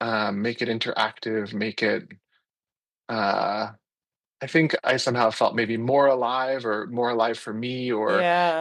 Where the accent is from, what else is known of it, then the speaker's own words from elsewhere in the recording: Maryland, United States; moved away as an adult; also born or lived in Jerusalem; now in San Diego, United States; I was born in Jerusalem in 1983, where I lived until I was 6 years old, at which time my family and I moved to the United States, to Washington, the suburbs of Washington, D.C., in Maryland.